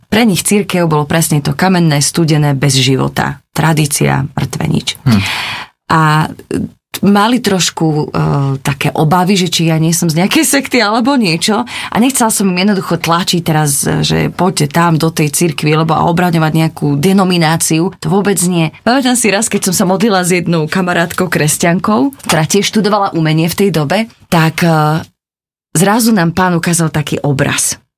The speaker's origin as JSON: {"language": "Slovak", "region": "eastern Slovakia", "country": "Slovakia", "accent": "East Slovak", "said": "Ja som tiež z východu."}